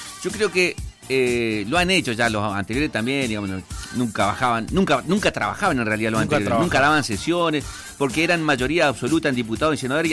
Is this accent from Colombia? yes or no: no; Argentina; Nosotros se lo permitimos, como argentinos se lo permitimos.